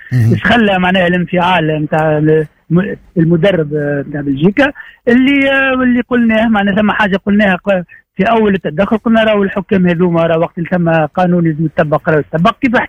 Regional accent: Tunisia; نحب نحكي حاجه معناها كتونسي

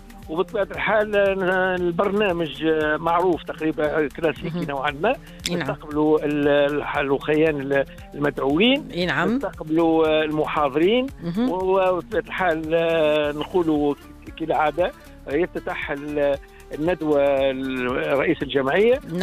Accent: Tunisia; احنا في تونس

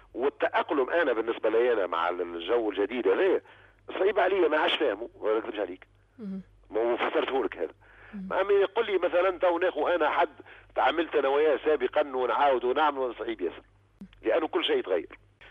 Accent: Tunisia

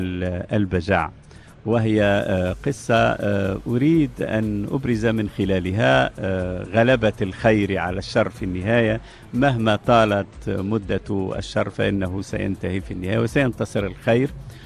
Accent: Jendouba Governorate, Tunisia; moved away as an adult; also born or lived in Tunis; القصة تعود إلى قريتي أيضا

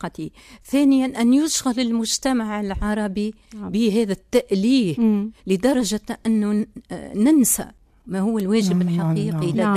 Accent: Tunisia; أنا تونسية وسأبقى تونسية

